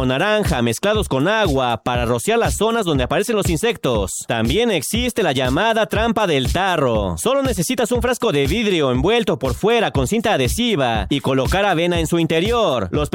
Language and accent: Spanish; Mexico; hablo como periodista mexicano con 20 años de experiencia